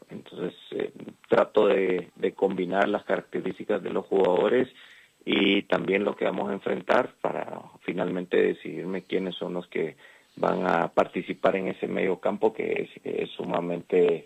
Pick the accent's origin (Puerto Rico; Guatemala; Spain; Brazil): Guatemala; also born or lived in Nicaragua; Prácticamente estoy cumpliendo 50 años de estar en Guatemala, toda una vida acá. Vine desde muy pequeño